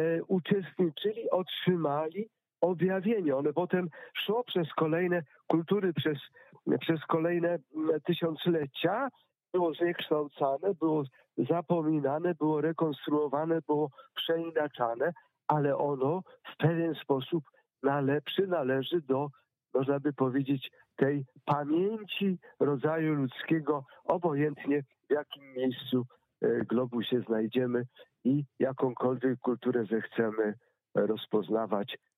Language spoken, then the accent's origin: Polish; Pomeranian Voivodeship, Poland; chcę opowiedzieć anegdotkę z moich rodzinnych stron, mianowicie Kaszuby, Bieśkowej, Herowa